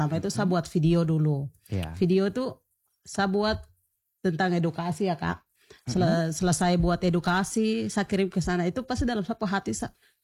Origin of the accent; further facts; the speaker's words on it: South Papua, Indonesia; kita orang Papua